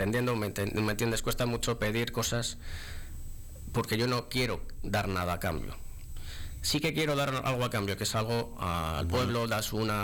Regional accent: Santa María, Castile and León, Spain; porque somos todos amigos de Santa María.

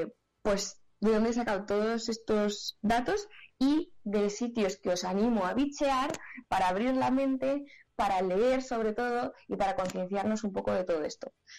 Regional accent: Fuente-Armejil, Castile and León, Spain; pues pasa en muchos pueblos de Soria, por ejemplo. Sin ir más lejos, mi pueblo es Fuente-Armejil. Nos tenemos que desplazar prácticamente 20 kilómetros hasta la tienda más cercana de alimentación.

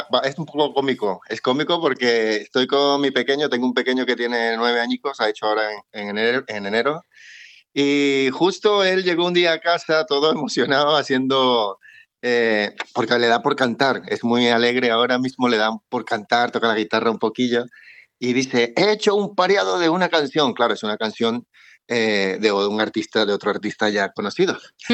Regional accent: Venezuela; now in Valladolid, Spain; cuando vivíamos en Venezuela, porque soy venezolano, aunque llevo 20 años aquí en España.

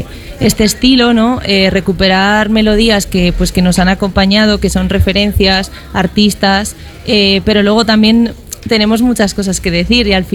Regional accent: Burgos, Castile and León, Spain; moved away as an adult; also born or lived in Buenos Aires; todas esas cosas que yo recuerdo de mi infancia aquí en Burgos.

